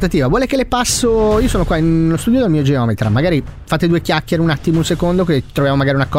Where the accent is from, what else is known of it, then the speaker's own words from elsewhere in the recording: Milan, Lombardy, Italy; Senta, siccome noi, vabbè, siamo di Milano